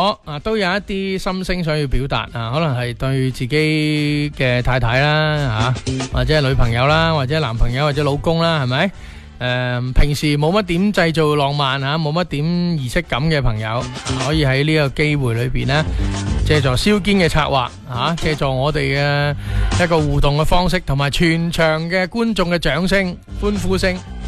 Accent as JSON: {"language": "Cantonese", "region": "Guangdong", "country": "China", "said": "我哋中国人啦，或者系讲紧我哋尤其广东人"}